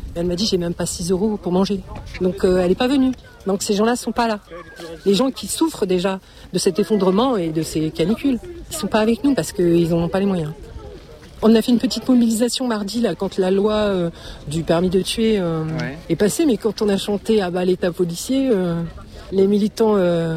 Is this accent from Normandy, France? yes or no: yes; Le Havre, Normandy, France; Bah, exactement, je viens du Havre et ce méga canal nous concerne aussi